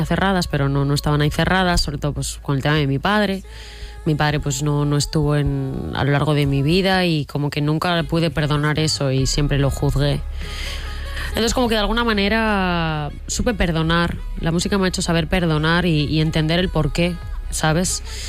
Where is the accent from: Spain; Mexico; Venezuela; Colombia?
Spain; Zaragoza, Aragon; born there